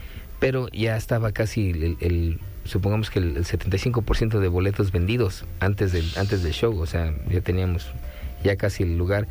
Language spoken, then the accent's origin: Spanish; Ecatepec, State of Mexico, Mexico; yo nací en Santa Clara, Ecatepec.